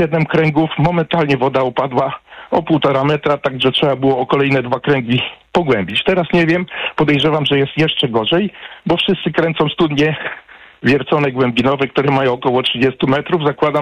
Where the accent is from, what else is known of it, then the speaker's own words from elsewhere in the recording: Radzymin, Masovian Voivodeship, Poland; Urodziłem się niedaleko od Warszawy, bo w Radzyminie